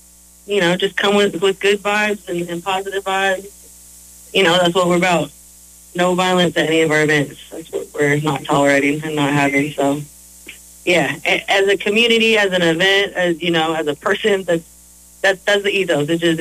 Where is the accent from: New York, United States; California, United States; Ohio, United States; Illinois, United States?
California, United States; Vallejo; Growing up in Vallejo, I mean, you know, there's so many rappers, and I was always a hip-hop head and grew up loving it.